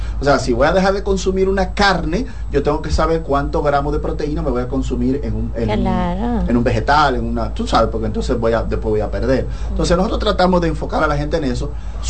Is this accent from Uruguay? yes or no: no; Puerto Plata, Dominican Republic; No, yo soy de Puerto Plata.